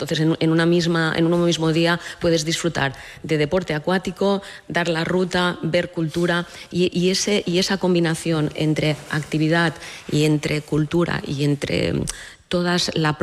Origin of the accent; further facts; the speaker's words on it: Ibiza, Balearic Islands, Spain; Obviamente soy subjetiva, soy ibicenca y soy alcaldesa